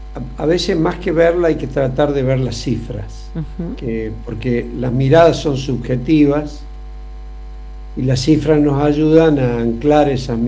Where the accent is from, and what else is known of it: San Luis, Argentina